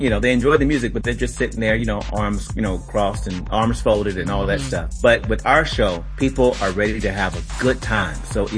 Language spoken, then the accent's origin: English; Gary, Indiana, United States; Well, I'm originally from Gary, Indiana. And that is the hometown